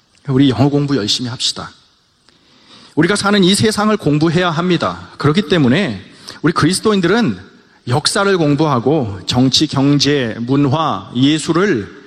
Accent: South Korea; now in Los Angeles, United States; 저는 2세니까요. 저는 뭐 초등학교 때 와서 한국말 잘 몰라요.

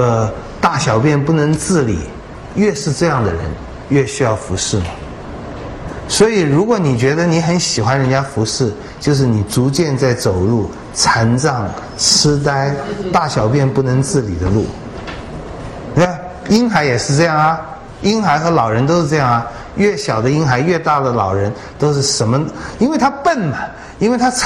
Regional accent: China

